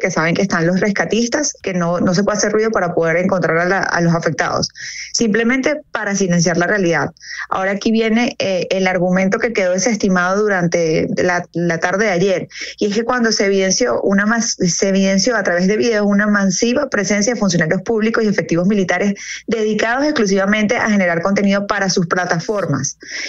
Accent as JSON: {"language": "Spanish", "country": "Venezuela", "said": "nosotros como no solamente periodistas, sino como venezolanos"}